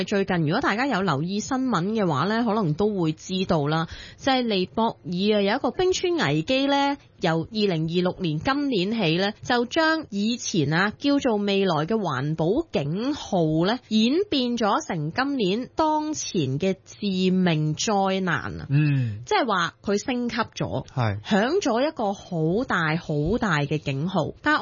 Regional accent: Hong Kong; 我哋身為香港人

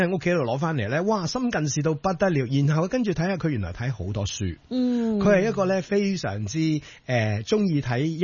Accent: Hong Kong; 我記得我以前喺外國讀書嘅時候咧，一去到外國任何一個外國地方啊，啲人話你邊度嚟嘅？我香港。

